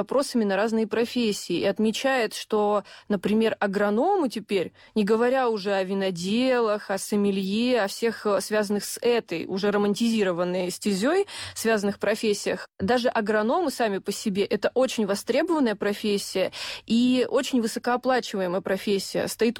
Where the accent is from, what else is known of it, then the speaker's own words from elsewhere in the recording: Krasnodar Krai, Russia; moved away; я родом из Краснодарского края